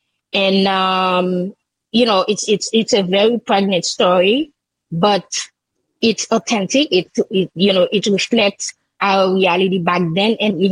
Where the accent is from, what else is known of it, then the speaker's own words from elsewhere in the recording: Haiti; And the road leading to my hometown, was closed through Martissa, which is like, you know, a very big region in Port-au-Prince.